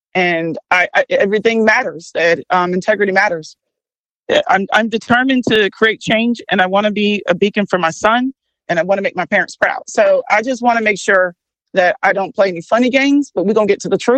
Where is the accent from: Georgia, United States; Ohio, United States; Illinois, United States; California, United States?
Georgia, United States; DeKalb County; I'm from DeKalb County, so I understand my county.